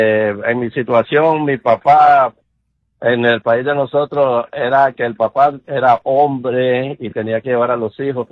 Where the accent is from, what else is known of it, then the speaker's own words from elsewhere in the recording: Nicaragua; Ya, entonces, de Nicaragua.